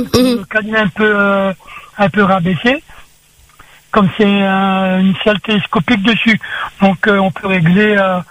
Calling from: Saint-Pierre, Réunion; Moi, je suis sur Saint-Pierre.

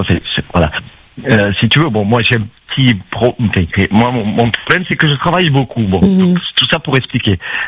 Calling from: Réunion; ça fait 35 ans que je suis à La Réunion

